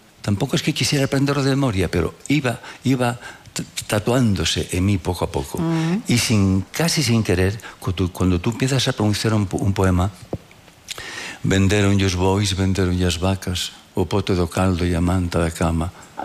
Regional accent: Castile and León, Spain; Porque Castilla, yo soy enamorado de Castilla, pero a mí, amigo, El Bierzo, el río Sil, donde aprendiste a nadar, aquel clima, aquellas nieblas y aquellos mon

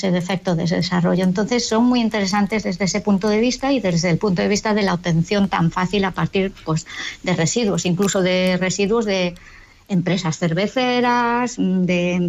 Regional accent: Galicia, Spain; moved away; yo soy gallega y cuando me vine a Galicia, a la misión biológica

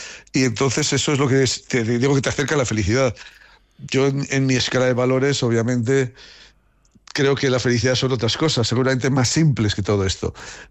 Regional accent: Haro, La Rioja, Spain; soy un auténtico privilegiado, Manolo, porque yo me he sentido siempre y me siento muy querido en mi pueblo. Mi pueblo, que la alcaldesa cuando me oye hablar así se enfada porque dice … que Aro es una ciudad.

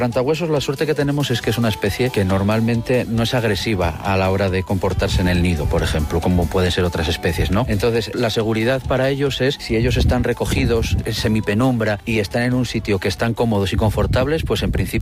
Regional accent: León, Castile and León, Spain; now in Picos de Europa, Spain; Yo soy de León. Yo trabajo aquí en la parte de Picos, ¿vale?

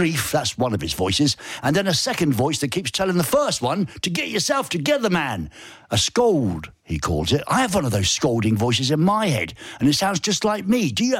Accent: England, United Kingdom; You know, I'm an Englishman. I can take it.

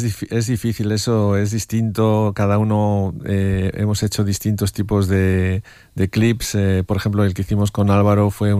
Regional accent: Cuba; born there; moved away; yo soy cubano de nacimiento y ese idioma no me es difícil.

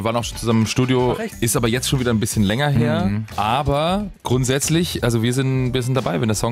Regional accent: Bavaria, Germany; wir kommen ja natürlich aus Franken ursprünglich.

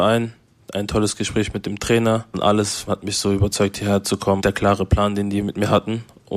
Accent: Berlin, Germany; moved away; Ich bin aufgewachsen in Berlin-Neukölln, auf dem Kiez, Straßenfußballer bin ich.

